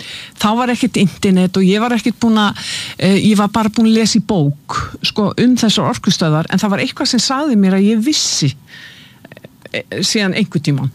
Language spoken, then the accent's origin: Icelandic; Keflavík, Southern Peninsula, Iceland; ég fætt og uppalinn í Keflavík í Bíklabænum og það var ofboðslega mikið tónlist